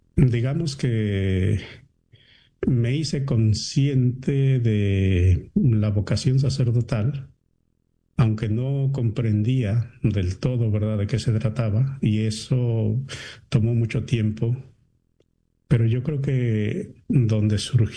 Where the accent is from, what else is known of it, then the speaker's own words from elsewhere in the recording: Mexico; moved away; tengo presente el día que llegué a Chicago fue el 10 de agosto del año 2006, a la primera vez que salí de México al extranjero.